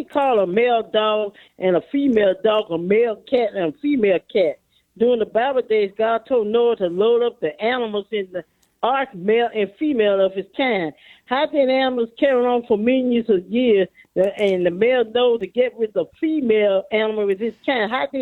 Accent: Pine Bluff, Arkansas, United States; That's my hometown.

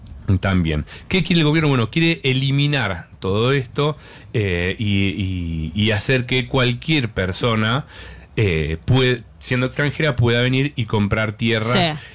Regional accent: Argentina; Soy argentino, me sobran las...

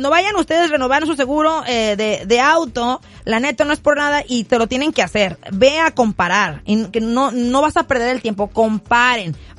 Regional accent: Mexico; mexicana por orgullo

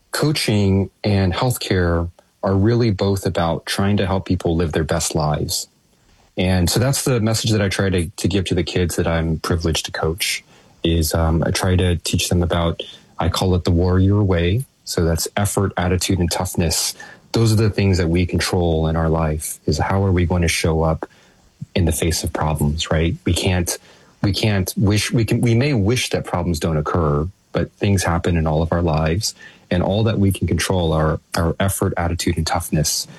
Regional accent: Texas, United States; I grew up in Texas playing football and in same idea.

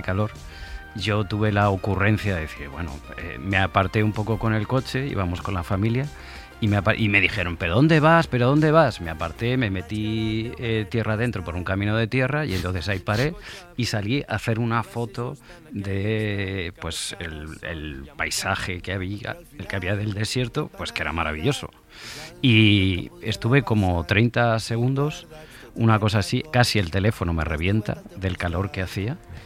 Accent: Seville, Andalusia, Spain; Yo soy de Sevilla y en Sevilla... Ya el verano tela.

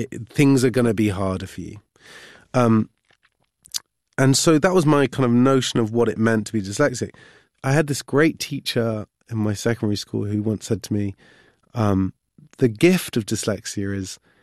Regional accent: Cheltenham, South West England, United Kingdom; born or raised there

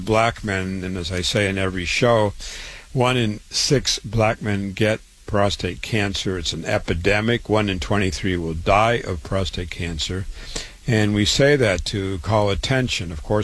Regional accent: Waterloo, Iowa, United States; I was born and raised in Waterloo, Iowa. I went to public school, university, medical school, MD.

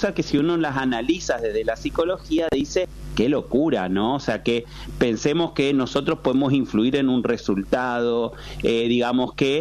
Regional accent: Chaco, Argentina; pero me considero del interior porque soy chaqueño

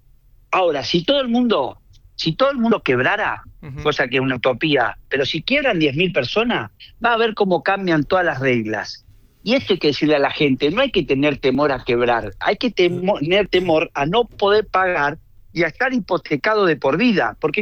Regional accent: Argentina; Yo no hablo de partidos políticos, no importa cuál, pero los argentinos estamos siendo víctimas de un delito que es la usura

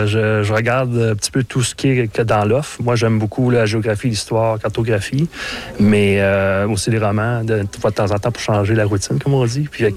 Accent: Saguenay, Quebec, Canada; moved away as an adult; also born or lived in Manitoba; Moi, j'étais au Manitoba avant. Je suis retour au Saguenay, ma région natale.

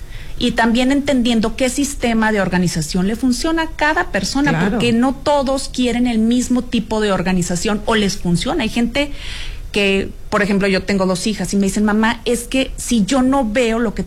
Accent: Sonora, Mexico; Norteña, a final, okay, de cuentas, norteña. Ajá. Soy de Sonora.

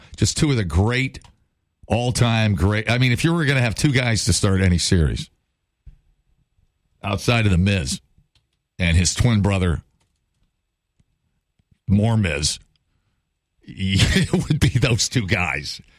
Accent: Ohio, United States; I'm torn on Cleveland because I'm from Ohio, so it'd be cool.

